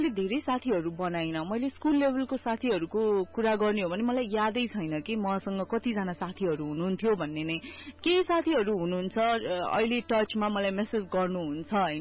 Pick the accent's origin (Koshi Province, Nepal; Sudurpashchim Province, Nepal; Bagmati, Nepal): Bagmati, Nepal; Bharatpur; born there; मेरो जन्म चाहिँ नारायणगढ चितवनको गीतानगरमा भएको हो